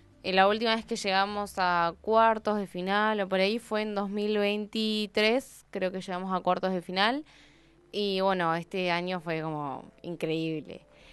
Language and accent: Spanish; Argentina